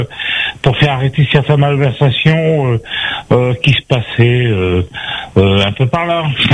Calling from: Saint-Pierre, Réunion; j'habite à Saint-Pierre.

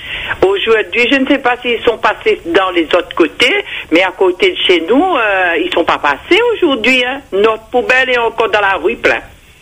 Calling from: Saint-Pierre, Réunion; je vous appelle de Bois d'Olive, exactement, dans le chemin du Mar.

